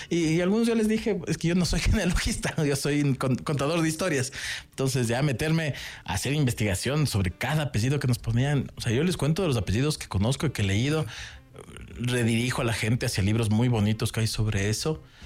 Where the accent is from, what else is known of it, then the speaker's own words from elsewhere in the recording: Ecuador; justo ahorita que estaba en Atacunga, ahí era mi tierra